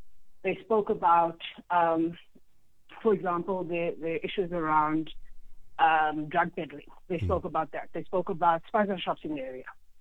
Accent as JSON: {"language": "English", "town": "Johannesburg", "region": "Gauteng", "country": "South Africa", "said": "I come from El Dorado Park."}